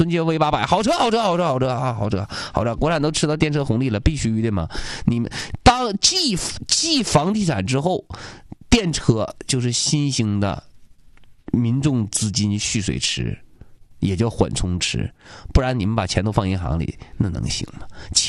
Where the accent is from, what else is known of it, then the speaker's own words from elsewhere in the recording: China; 其实咱们中国人骨子里还是比较善战。